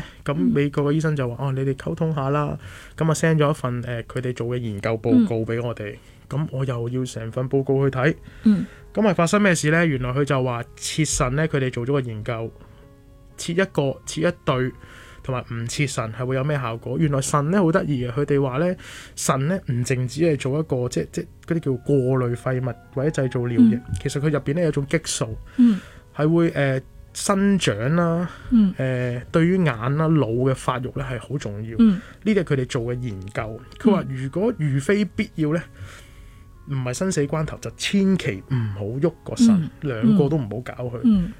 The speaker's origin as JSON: {"language": "Cantonese", "country": "Hong Kong", "said": "我嚟自香港"}